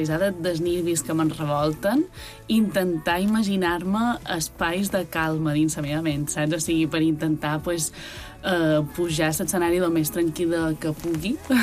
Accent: Petra, Balearic Islands, Spain; sóc una cantautora de Petra

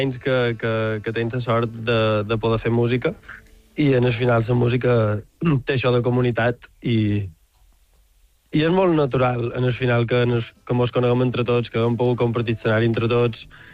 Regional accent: Alaró, Balearic Islands, Spain; moved away; el poble on he crescut, a l'Aró

